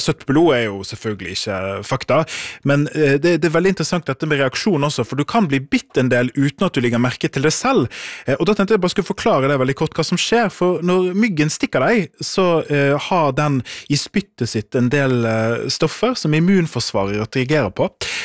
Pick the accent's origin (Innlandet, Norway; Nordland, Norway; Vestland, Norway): Vestland, Norway; Sotra; Det kom til melding fra Sota, folkens. Der jeg er fra.